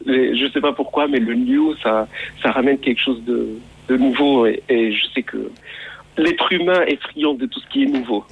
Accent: Morocco; moved away as an adult; now in France; j'ai grandi au Maroc. Je suis né et grandi jusqu'à l'âge de 27 ans. J'ai vécu au Maroc. J'ai fait mes études là-bas, à la fac. Et après, je suis venu m'installer en France pour la musique.

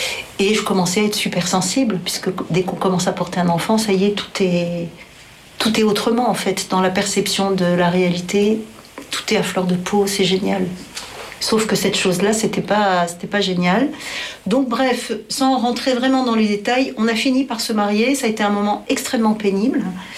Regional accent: Paris, Île-de-France, France; born there; Donc je me traîne ce déracinement. Moi, je suis née à Paris.

